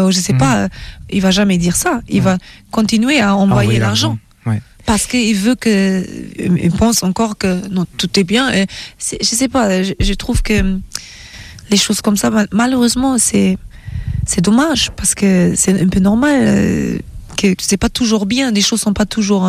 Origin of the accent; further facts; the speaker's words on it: Germany; j'aime les bretzels aussi parce que j'ai grandi en Allemagne